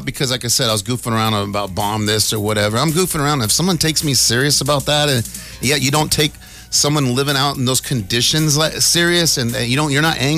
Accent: United States; I'm American, baby.

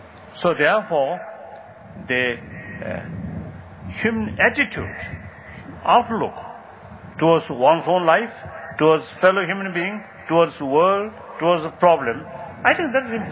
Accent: Tibet, China; I come from Tibet

